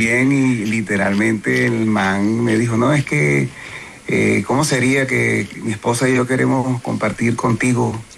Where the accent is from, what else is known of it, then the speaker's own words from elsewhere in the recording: Maicao, La Guajira, Colombia; En pleno funeral de mi papá, en mi pueblo, Maicao.